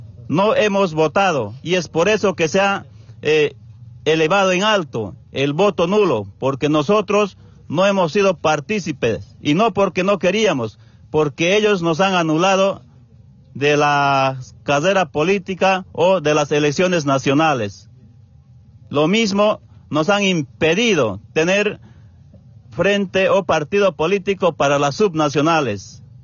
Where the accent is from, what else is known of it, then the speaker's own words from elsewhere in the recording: Bolivia; Entonces nosotros como bolivianos no podemos permitir que de esa manera nos amedrente